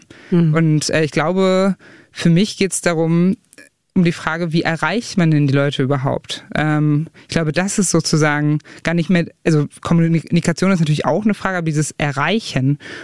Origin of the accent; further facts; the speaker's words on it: Saxony-Anhalt, Germany; Also die Lokalzeitung vor Ort ist halt die Volksstimme, da wo ich herkomme.